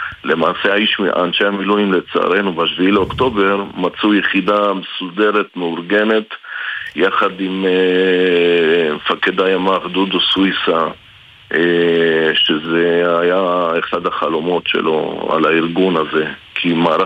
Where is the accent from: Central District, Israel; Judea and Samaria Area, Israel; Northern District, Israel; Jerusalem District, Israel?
Northern District, Israel; Kiryat Shmona; moved away as an adult; now in Nahariya, Israel; אני יליד קריית שמונה, אמנם אני היום גר בנעריה